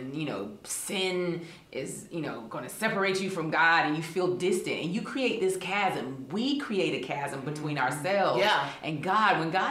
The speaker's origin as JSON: {"language": "English", "town": "Augusta", "region": "Georgia", "country": "United States", "tie": "born or raised there", "said": "Well, I grew up in Augusta, Georgia, daughter of a pastor and a wonderful wife."}